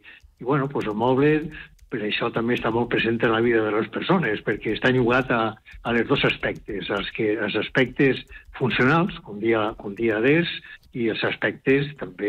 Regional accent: Burjassot, Valencian Community, Spain; soc de Burjassot, poble de l'Hort de Nord. Entonces, pues, jo ja de xiquet, jo era el fill del pintor i net del pintor

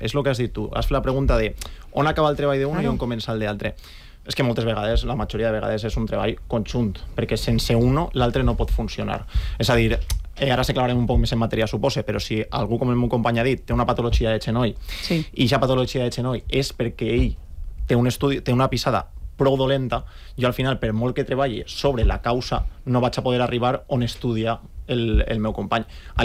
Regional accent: Picanya, Valencian Community, Spain; De Picanya, de la terreta.

